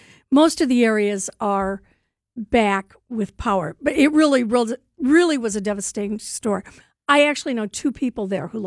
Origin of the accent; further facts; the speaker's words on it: Gary, Indiana, United States; Okay, you know I'm from Gary. I was born and raised in Gary, Indiana.